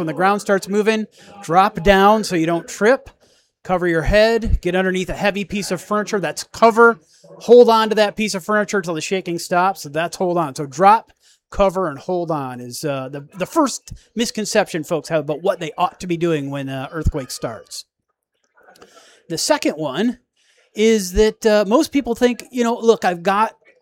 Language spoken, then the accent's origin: English; California, United States; I'm from Northern California